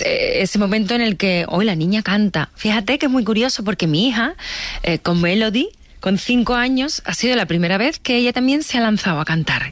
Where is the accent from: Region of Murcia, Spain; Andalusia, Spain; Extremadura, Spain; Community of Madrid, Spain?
Extremadura, Spain; Coria; en un concierto que yo hice hace como 3 años en mi pueblo, en Coria, yo no había cantado, a excepción de en las ferias de pequeña, ¿no?